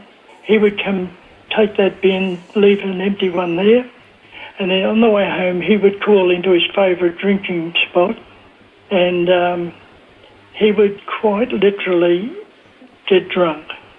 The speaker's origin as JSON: {"language": "English", "town": "Albury", "region": "New South Wales", "country": "Australia", "tie": "born or raised there", "said": "I was born in the Albury Base Hospital. Albury, that's on the Murray River."}